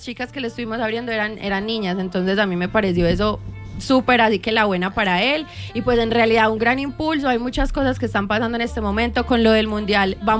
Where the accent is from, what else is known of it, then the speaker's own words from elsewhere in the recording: Colombia; Ustedes saben que yo soy muy colombiana y yo represento a Colombia en el exterior.